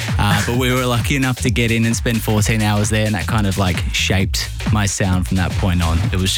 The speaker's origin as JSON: {"language": "English", "country": "Australia", "tie": "born or raised there", "moved": "yes", "said": "growing up in Australia, the club music scene there kind of took a while to evolve."}